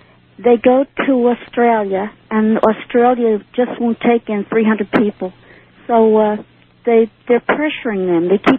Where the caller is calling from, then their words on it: New York City, New York, United States; I'm from New York City.